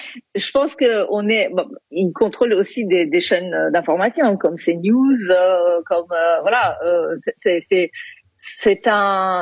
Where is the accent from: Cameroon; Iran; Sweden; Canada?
Iran; now in France; franco-iranienne, je suis d'origine iranienne, j'ai grandi en Iran